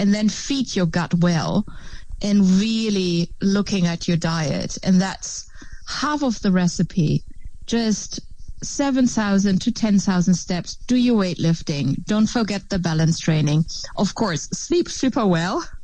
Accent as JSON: {"language": "English", "country": "Germany", "second_language": "English", "lives_now": "Netherlands"}